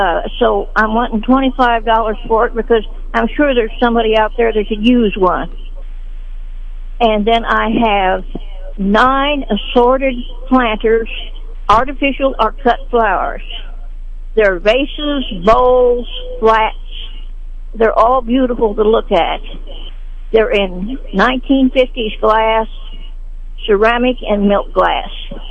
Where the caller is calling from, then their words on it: Sedalia, Missouri, United States; Well, good morning. I'm calling from Sedalia